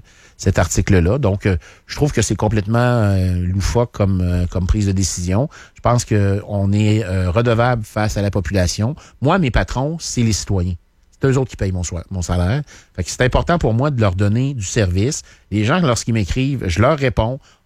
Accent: Canada; moi, je suis un Canadien français.

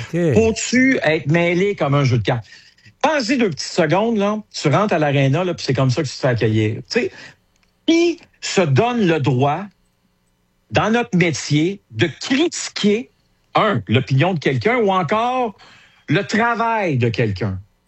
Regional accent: Hull, Quebec, Canada; C'est que, tu sais, moi, j'ai grandi à Hull.

